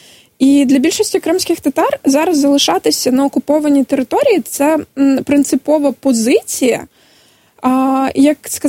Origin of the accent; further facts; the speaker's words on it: Crimea, Ukraine; born there; moved away; Прописано, що я народилася в Криму. Мої батьки в Криму.